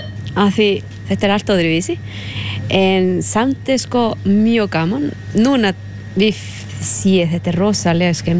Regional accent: Honduras; Icelandic is a second language; now in Grenivík, Iceland; og ég kem frá Honduras.

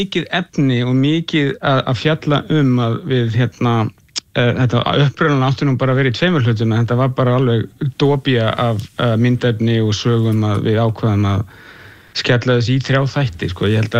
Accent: Capital Region, Iceland; born or raised there

